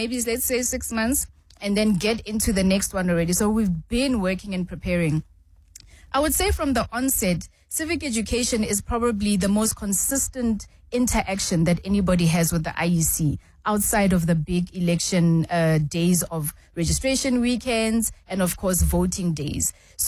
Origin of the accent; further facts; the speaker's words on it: Ga-Rankuwa, Gauteng, South Africa; and I lived in Garankuwa. I grew up in Garankuwa, for instance.